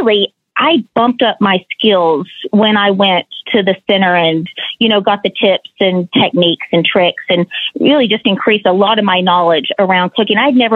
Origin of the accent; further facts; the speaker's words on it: Tennessee, United States; I'm from Tennessee originally.